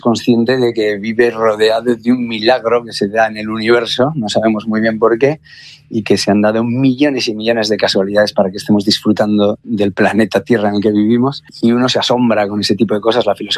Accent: Santander, Cantabria, Spain; para los que hemos nacido en Santander

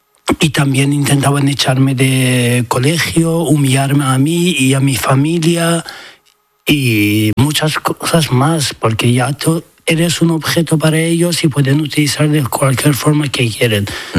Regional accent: Iran; Spanish is a second language; A ver, ser homosexual en mi país está, no es algo que se habla ni en la educación, ni en el sistema, ni políticamente

